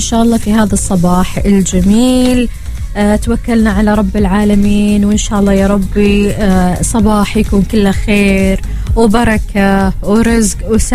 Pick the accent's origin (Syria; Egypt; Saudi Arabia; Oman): Oman; إحنا كعمانيين سنة 2020 من السنوات اللي ما راح ننساها